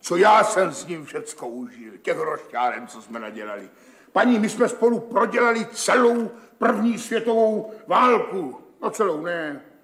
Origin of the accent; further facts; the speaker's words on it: Brno, South Moravian Region, Czechia; No to byl z Brna, já jsem taky z Brna. Rodáci z Brna jsme, tam jsme jí chodili s Jandou do školy.